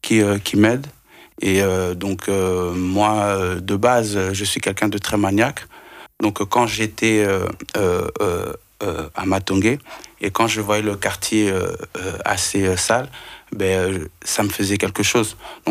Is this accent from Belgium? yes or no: yes; Belgium; j'ai donné le nom de … par rapport à mes origines et par rapport aussi en français vu que je suis belge.